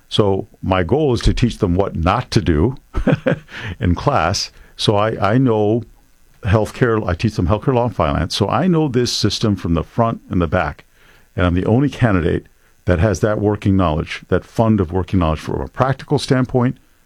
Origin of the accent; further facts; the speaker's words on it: Buffalo, New York, United States; I'm a legal immigrant. I came here when I was about 2 1/2, and then I grew up in Buffalo, New York, as you all know.